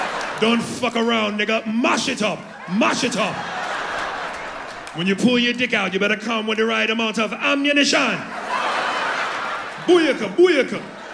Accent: United States; Because I'm from America. I'm used to, can you bleep with everything?

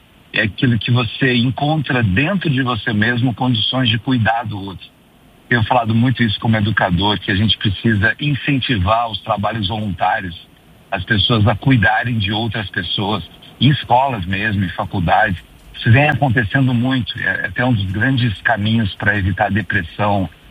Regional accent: Cachoeira Paulista, São Paulo, Brazil; minha cidade Natal, Caxias Paulista

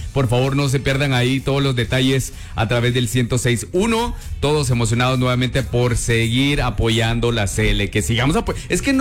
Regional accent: Guatemala; Somos guatemaltecos

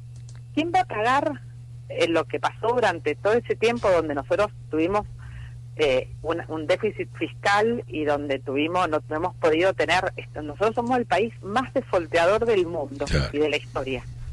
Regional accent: Argentina; lo que me parece que los argentinos no tenemos es ni paciencia ni memoria.

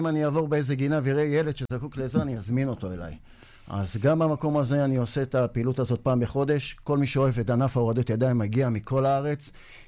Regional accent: Bat Yam, Tel Aviv District, Israel; אז אני כבת ימי

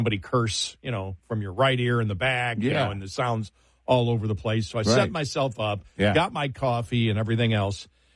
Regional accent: Buffalo, New York, United States

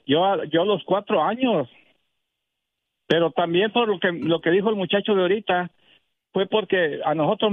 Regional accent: Santiago Ixcuintla, Nayarit, Mexico; now in Washington, United States; yo soy nayarita.

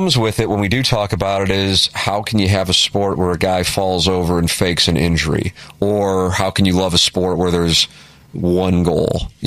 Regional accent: United States; as American soccer fans

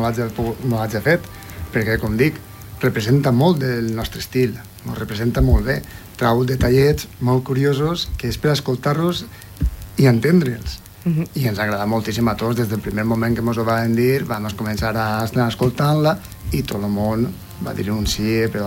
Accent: Oliva, Valencian Community, Spain; moved away; jo antes soc d'Oliva i pertanyia a una comparsa que es deia corsaris.

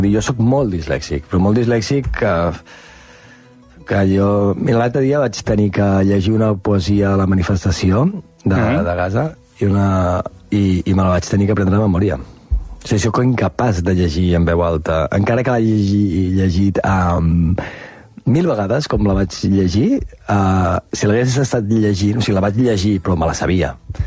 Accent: Verges, Catalonia, Spain; born or raised there

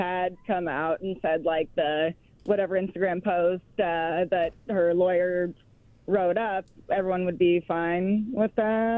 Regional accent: San Diego, California, United States; now in Pittsburgh, United States; Yeah, I'm from San Diego, California, but living in Pittsburgh here

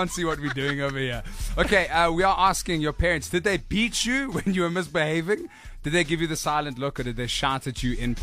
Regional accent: Johannesburg, Gauteng, South Africa; born there; And I was born in Johannesburg, yeah. Joburg North, as we discussed.

